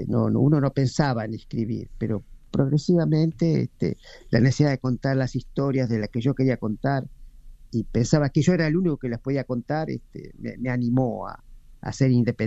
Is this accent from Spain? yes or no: no; Buenos Aires, Argentina; Y nací en Buenos Aires.